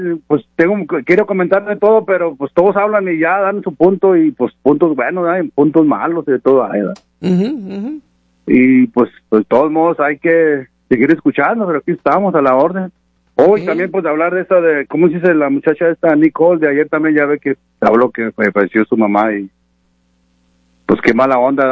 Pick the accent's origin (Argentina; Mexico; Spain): Mexico; Torreón, Coahuila; Yo soy de acá de Torreón, Coahuila.